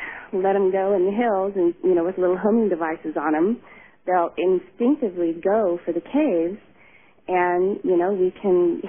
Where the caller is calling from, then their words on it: Pacifica, California, United States; I'm calling from Pacifica, California